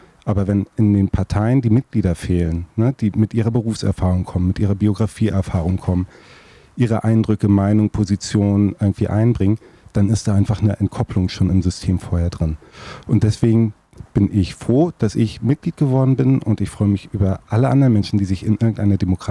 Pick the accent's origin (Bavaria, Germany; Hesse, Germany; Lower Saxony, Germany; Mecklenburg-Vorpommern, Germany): Mecklenburg-Vorpommern, Germany; Ludwigslust; now in Rostock, Germany; Rostock ist meine Heimatstadt geworden, aber geboren und aufgewachsen bin ich in Ludwigslust.